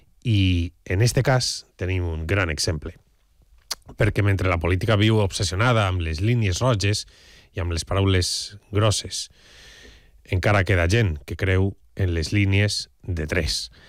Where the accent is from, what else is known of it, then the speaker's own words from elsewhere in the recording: Valencian Community, Spain; la nostra característica habitual com a valencians